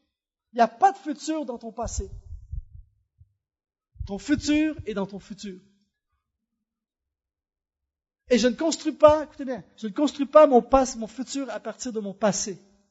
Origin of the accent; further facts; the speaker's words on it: Quebec, Canada; accent: Québécois; Et là, je sors mon accent québécois, mais vous pensez, je connais rien ici.